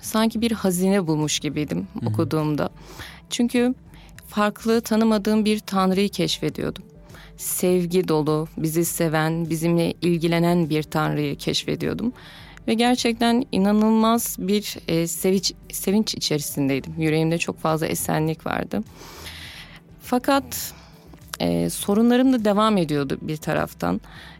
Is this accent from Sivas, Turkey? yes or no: yes; Sivas, Turkey; 35 yaşındayım. Sivaslıyım.